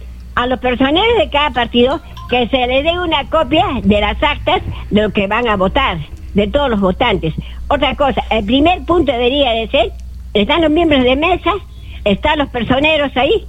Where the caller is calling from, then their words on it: Arequipa, Peru; arequipeños, así seamos de Puno, de Juliaca, donde sea, todos somos arequipeños, vivimos en esta tierra, bajo los tres volcanes.